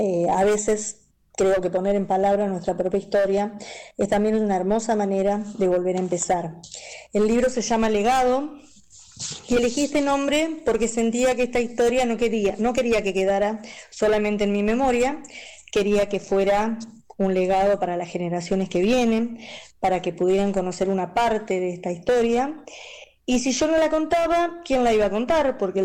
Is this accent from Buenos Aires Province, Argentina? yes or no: yes; Carlos Tejedor, Buenos Aires Province, Argentina; now in La Plata, Argentina; soy de Carlos Tejedor, provincia de Buenos Aires, pero hace 40 años que vivo en la ciudad de Las Diagonales, ciudad que amo y donde he formado familia, estudios y demás.